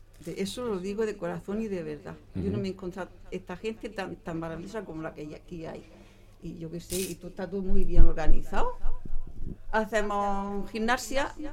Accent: Region of Murcia, Spain; born there; also born or lived in Marchena; now in Diputación de Río, Spain; Yo nací en San Cristóbal, en la calle Escalante.

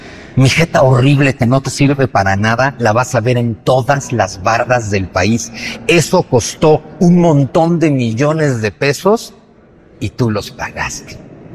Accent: Mexico; Todos los que habitamos México somos el pueblo mexicano. 128 millones de mexicanos que habitamos este país y como 30 millones de mexicanos que están fuera de él, todos juntos somos el pueblo mexicano

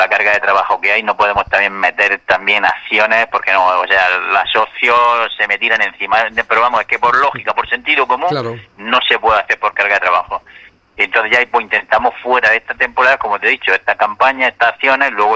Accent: Águilas, Region of Murcia, Spain; born there; Llevo muchísimos años aquí en la hostelería. Yo nací aquí en Águila

